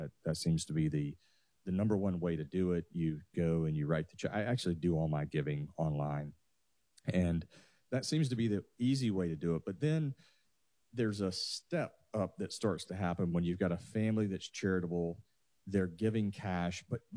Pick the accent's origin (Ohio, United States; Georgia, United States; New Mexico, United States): Georgia, United States; Atlanta; moved away; I'm actually from the Atlanta area.